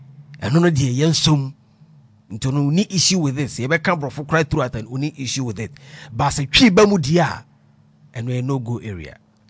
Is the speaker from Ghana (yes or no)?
yes; Ghana; We are Ghanaians. Yeah, we are Ghanaians.